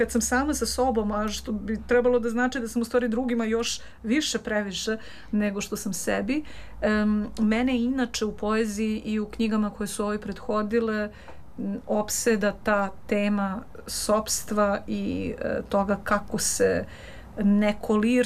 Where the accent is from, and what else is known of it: Belgrade, Serbia; born or raised there